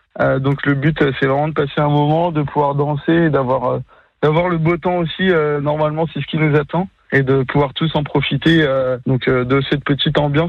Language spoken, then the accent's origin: French; Châtillon-sur-Marne, Grand Est, France; chez nous en Champagne-Ardenne à Châtillon